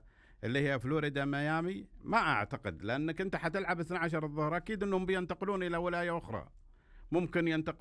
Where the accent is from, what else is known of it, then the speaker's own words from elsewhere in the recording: Riyadh, Riyadh Province, Saudi Arabia; اللي كان العام الماضي عندنا في الرياض